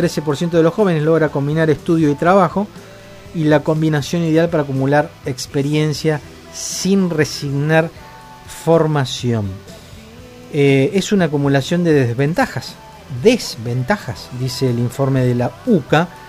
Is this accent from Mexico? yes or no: no; Argentina; Todos vivimos en la Argentina, todos somos argentinos.